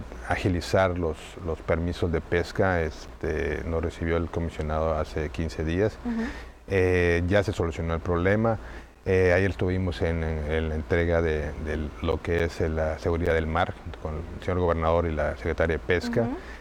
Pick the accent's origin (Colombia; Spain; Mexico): Mexico